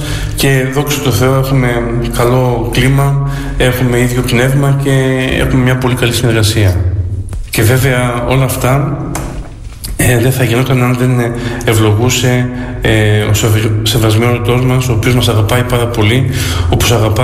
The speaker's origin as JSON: {"language": "Greek", "town": "Serres", "region": "Central Macedonia", "country": "Greece", "tie": "born there", "also_born_or_lived": "Athens", "moved": "as an adult", "said": "Και εγώ έζησα στην Αθήνα 10 χρόνια και είχα τη δυνατότητα να συνεχίσω να ζω εκεί, αλλά με τράβηξε εδώ ο τόπος μου, ο τόπος που γεννήθηκα"}